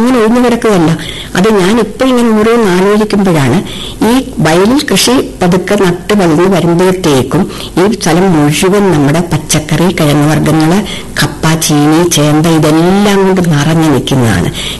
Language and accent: Malayalam; Onattukara, Kerala, India; ഞങ്ങളുടെ ഓണാട്ടുകാരുടെ ആ ഒരു ബാക്ക്ഗ്രൗണ്ട്